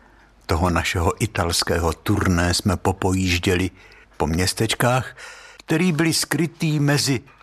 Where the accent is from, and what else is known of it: Pavlíkov, Central Bohemian Region, Czechia